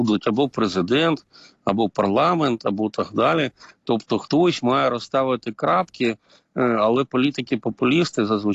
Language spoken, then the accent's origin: Ukrainian; Kyiv, Ukraine; я киянин і надніпрянець.